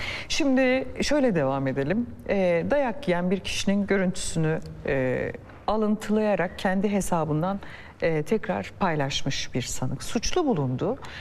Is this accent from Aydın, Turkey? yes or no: no; Istanbul, Turkey; Ben Bakırköylüyüm. Doğma büyüme.